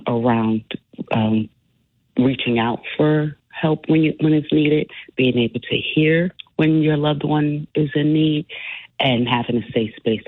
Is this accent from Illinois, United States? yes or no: no; New York City, New York, United States; because so many people we grew up with in New York ended up in Rikers